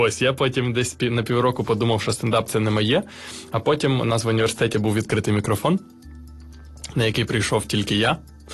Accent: Dnipro, Dnipropetrovsk Oblast, Ukraine; я сам з Дніпра

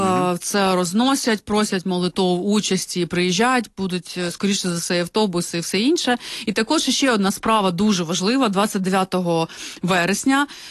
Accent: Brovary, Kyiv Oblast, Ukraine; moved away as an adult; я сама з Броварів

